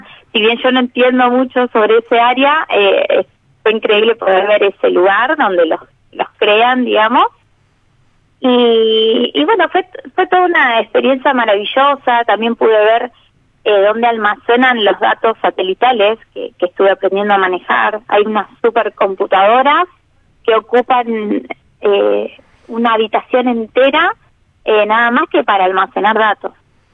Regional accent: Bahía Blanca, Buenos Aires Province, Argentina; yo soy de acá, de Bahía Blanca.

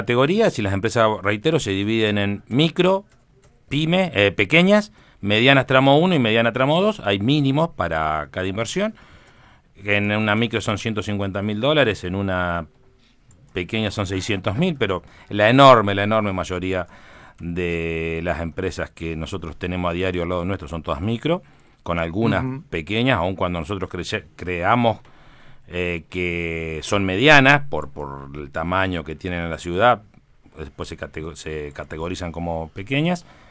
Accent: Río Negro, Argentina; vos sabés que yo soy de allí, del Valle Medio, Río Negro, sí.

